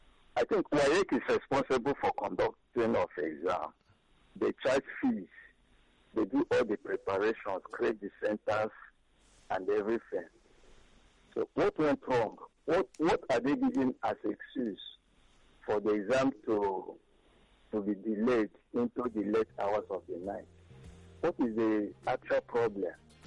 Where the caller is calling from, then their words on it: Eba, Nigeria; I'm from Eba.